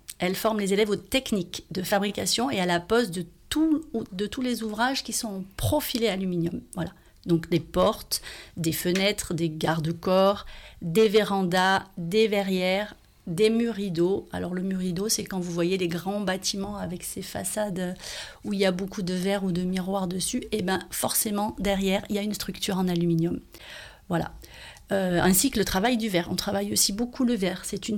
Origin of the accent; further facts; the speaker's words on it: Auvergne-Rhône-Alpes, France; Je suis originaire du Sud-Ardèche, entre Aubenas et le plateau du Coiron, depuis de nombreuses générations, comme beaucoup de gens ici. Très attachée à ce territoire et à ses valeurs